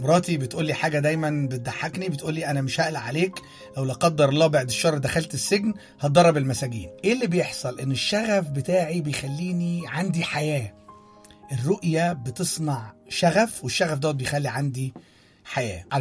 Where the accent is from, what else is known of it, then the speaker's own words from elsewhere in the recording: Egypt; زمان والدي كان بياخدني نشرب عصير قصب، المشروب دوت مشهور جدا عندنا في مصر. أنا كان عندي ساعتها 7 أو 8 سنين